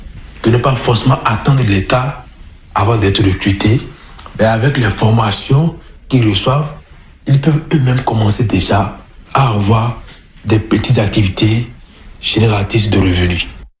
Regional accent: Ouaké, Donga, Benin; organisons des visites touristiques pour leur permettre de découvrir ce que nous avons comme culture chez nous, à Ouaké.

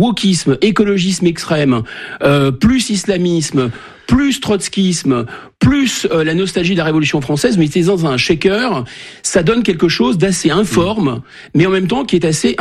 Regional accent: Normandy, France; Moi, je suis un Français de Normandie, je me retrouve dans une classe en région parisienne, à la Courneuve

